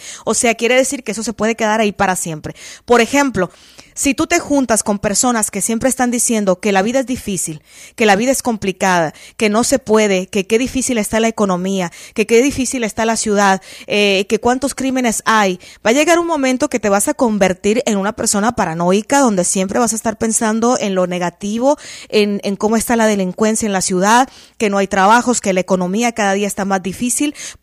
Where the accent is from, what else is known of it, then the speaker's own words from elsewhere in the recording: Mexico; Hay un dicho en mi país que dice en México